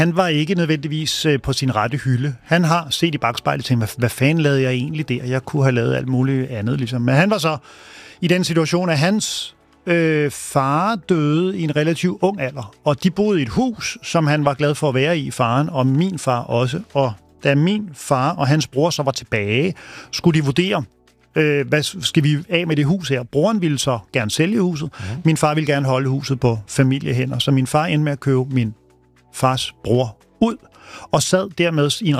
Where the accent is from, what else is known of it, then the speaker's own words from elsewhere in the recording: Kokkedal, Capital Region of Denmark, Denmark; Hun kom væk fra mit barndomshjem. Jeg voksede op i har du kørt forbi Kokkedal station nogensinde med kystbanen?